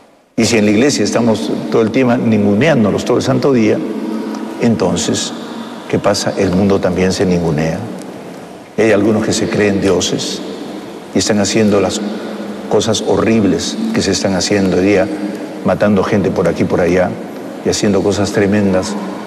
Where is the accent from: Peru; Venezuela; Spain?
Peru; como todos éramos católicos en esa época, en su mayoría del Perú